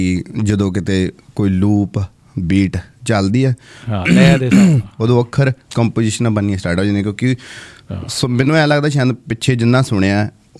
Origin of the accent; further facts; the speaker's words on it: Amritsar, Punjab, India; moved away; ਮੈਂ ਅੰਮ੍ਰਿਤਸਰ ਤੋਂ, ਜਗਾਵਾਂ ਪਿੰਡ ਹੈ ਜੀ ਮੇਰਾ, ਲੋਕ ਜਗਾਵਾਂ